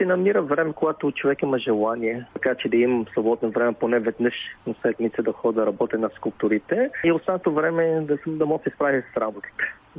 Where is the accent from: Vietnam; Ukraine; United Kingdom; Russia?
Vietnam; Bulgarian is a second language; moved away; also born or lived in Bulgaria / United States